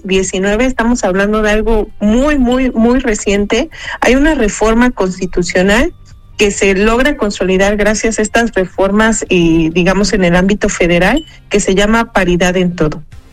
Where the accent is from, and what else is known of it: Mexico